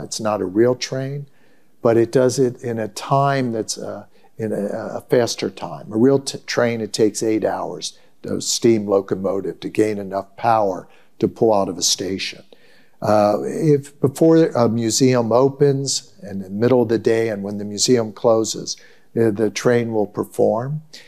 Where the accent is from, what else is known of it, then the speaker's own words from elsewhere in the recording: Pennsylvania, United States; I grew up in Pennsylvania, as Catherine mentioned.